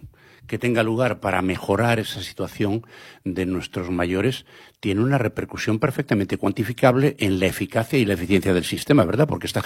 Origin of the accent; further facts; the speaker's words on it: Santiago de Compostela, Galicia, Spain; Va a tener lugar en octubre y además en mi pueblo, en Santiago de Compostela